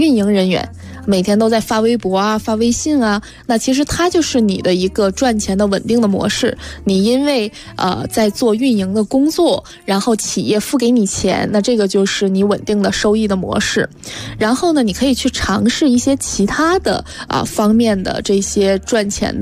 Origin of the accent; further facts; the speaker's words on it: China; 比如说我们中国人经常说鸡蛋不要放在同一个篮子里